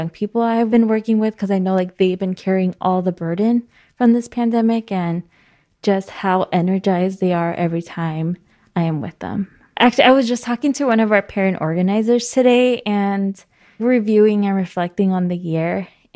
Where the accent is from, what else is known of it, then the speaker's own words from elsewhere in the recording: Chicago, Illinois, United States; I was born and raised in Barden Park, and people are like, where's Barden Park? And I was like, right next to Back of the Arts, and they're like, I know where that is.